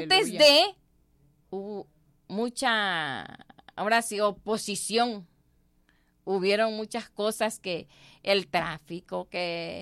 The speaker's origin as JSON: {"language": "Spanish", "region": "Tabasco", "country": "Mexico", "said": "como buena tabasqueña, me gustan mucho los tamales tabasqueños"}